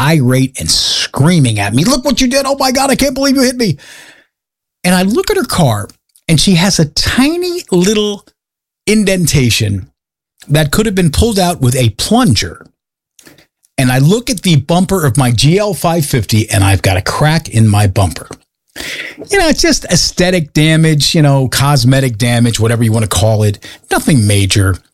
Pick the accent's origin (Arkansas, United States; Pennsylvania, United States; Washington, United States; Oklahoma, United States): Washington, United States; Seattle; from Seattle.